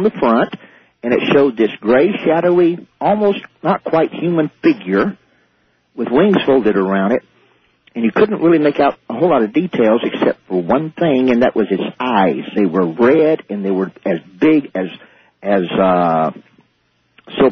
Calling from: Fort Worth, Texas, United States; in Fort Worth.

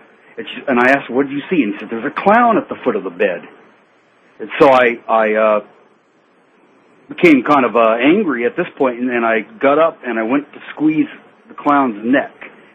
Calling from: Hesperia, California, United States; Yeah, and I'm calling up from Hesperia

